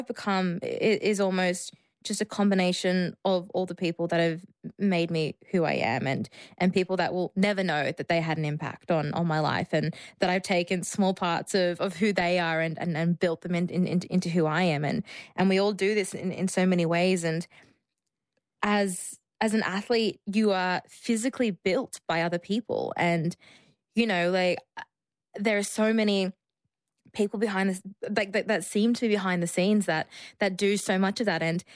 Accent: Australia; We all, as an Australian team, had our meals together in the allotment.

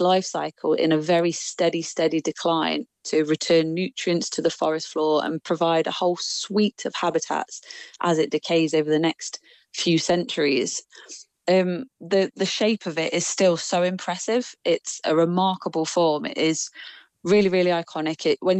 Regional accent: Nottingham, East Midlands, United Kingdom; I'm a local girl, so I'm from Nottingham

